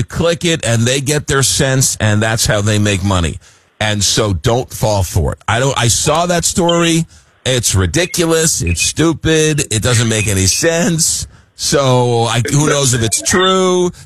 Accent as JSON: {"language": "English", "region": "New York", "country": "United States", "tie": "born or raised there", "said": "I grew up in New York as a Met fan"}